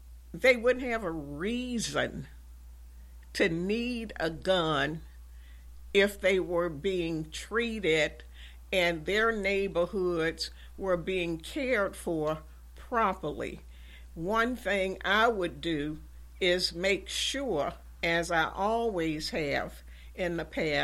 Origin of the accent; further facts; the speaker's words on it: Birmingham, Alabama, United States; now in Tallahassee, United States; I grew up in poverty. I was born in Birmingham and raised there with 13 siblings with working poor parents.